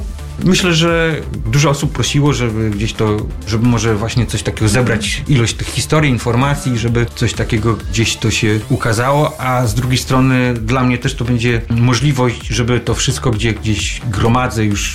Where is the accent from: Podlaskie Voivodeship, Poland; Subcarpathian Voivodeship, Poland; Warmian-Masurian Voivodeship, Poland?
Warmian-Masurian Voivodeship, Poland; u nas na Mazurach